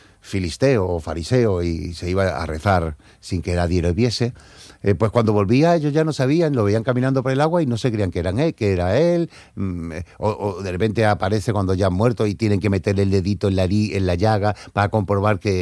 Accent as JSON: {"language": "Spanish", "town": "Cádiz", "region": "Andalusia", "country": "Spain", "said": "Entonces yo quise recordarle a Cádiz que yo seguía siendo gaditano, que yo seguía llevando a Cádiz en el corazón"}